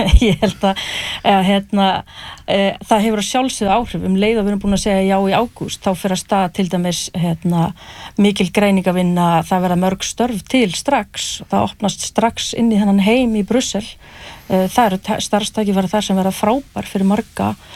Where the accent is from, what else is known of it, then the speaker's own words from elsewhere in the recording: Hrísey, Northeastern Region, Iceland; ég brálst upp í Hrísu og horfði á sjávarútveginn þar hrynja sama er að gerast í sjávarþorpum hringin í kringum landi